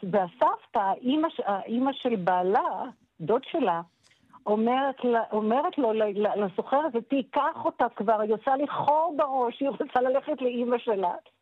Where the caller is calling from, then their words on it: Jerusalem, Jerusalem District, Israel; אני מדברת איתך מירושלים.